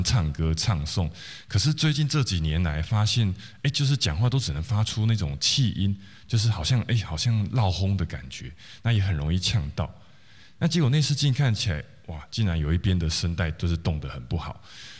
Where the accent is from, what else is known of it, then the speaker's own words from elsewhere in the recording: Tianwei, Changhua County, Taiwan; 我是来自彰化县田尾乡毕业于高一医学系，那后来在台中慈济进行耳鼻喉的训练，目前任职于大林慈济耳鼻喉部。